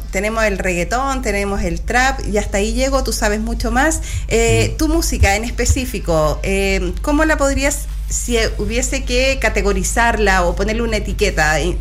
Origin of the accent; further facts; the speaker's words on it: Santiago, Santiago Metropolitan Region, Chile; born there; yo nací en Santiago